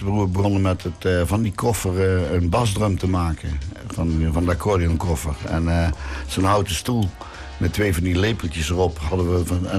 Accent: Reek, North Brabant, Netherlands; also born or lived in Velp; We komen eigenlijk uit Velp, maar toen, zijn we, toen ik 4 was, zijn we naar de Reek gegaan

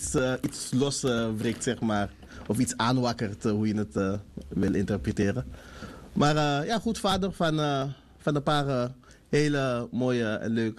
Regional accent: Amsterdam, North Holland, Netherlands; born there; ik vertegenwoordig tegenwoordig de stichting Bring Christ Back. Ik ben geboren

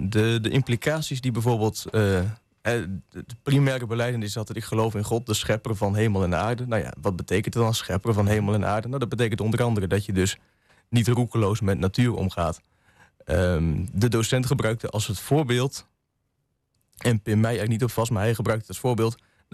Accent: Wapenveld, Gelderland, Netherlands; also born or lived in Zwolle; Ik ben 22 jaar. Ik kom uit Wapenveld. Ja, ben er geboren in het ziekenhuis in Zwolle

